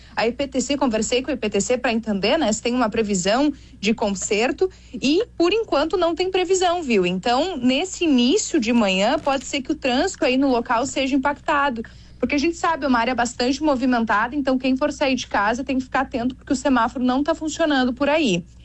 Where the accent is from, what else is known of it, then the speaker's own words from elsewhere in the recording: Veranópolis, Rio Grande do Sul, Brazil; Eu sou da Serra Gaúcha, sou da Serra Gaúcha de Veranópolis, por isso que eu conheço um pouquinho aí a região